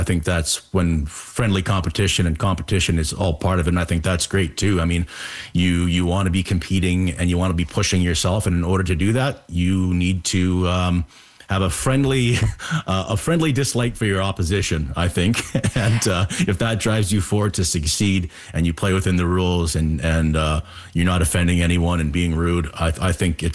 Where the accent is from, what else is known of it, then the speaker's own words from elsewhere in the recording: Kamloops, British Columbia, Canada; So I grew up playing rugby, and once you graduate into the men's ranks, what happens is you go down. So we're from Kamloops. We take the bus down to Vancouver